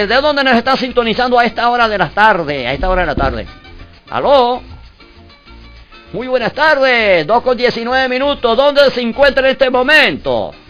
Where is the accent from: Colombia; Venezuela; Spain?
Venezuela; Lagunillas, Mérida; Ay, estamos vecinos, yo estoy de Lagunilla.